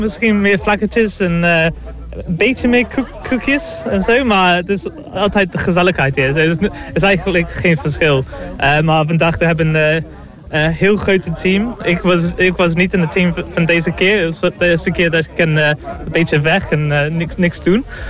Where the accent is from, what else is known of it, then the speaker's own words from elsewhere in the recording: Wales, United Kingdom; Dutch is a second language; moved away as an adult; now in Groningen, Netherlands; Ik kom uit Wales. So ik heb hier gestudeerd 10 jaar geleden.